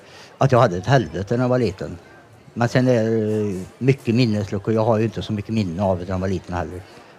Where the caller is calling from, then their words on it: Lidköping, Västra Götaland County, Sweden; Jag kommer ifrån Lidköping.